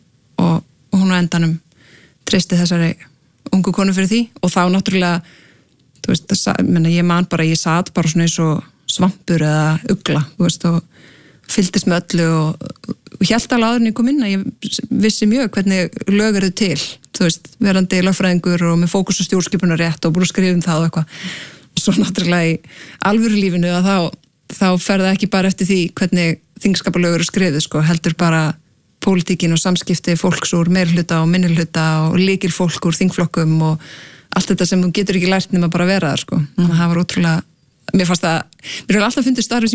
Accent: Akranes, Western Region, Iceland; eru tveir grunnskólar á Akranesi ólst upp á Vestugötu

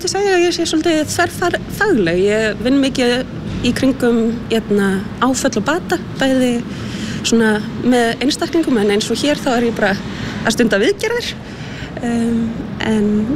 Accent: Reykjavik, Capital Region, Iceland; Nei, ég er ekki úr Kópavogi, ég er úr Fossvoginu bara hérna hinum einu dalinn.

